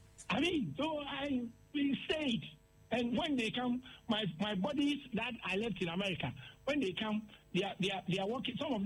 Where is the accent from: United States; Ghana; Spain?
Ghana; moved away as an adult; It means that after graduation, I should come to my home country and stay for at least 2 years before I can come back.